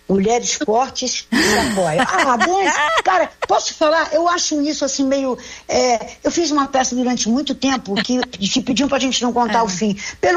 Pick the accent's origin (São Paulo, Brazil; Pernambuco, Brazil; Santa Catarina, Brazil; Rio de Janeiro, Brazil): Rio de Janeiro, Brazil; meu irmão, bem carioca, né, que eu sou carioca